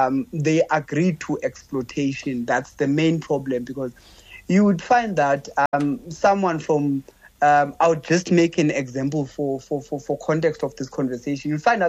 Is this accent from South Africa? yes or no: yes; South Africa; no one in South Africa as a South African is owning a shop today.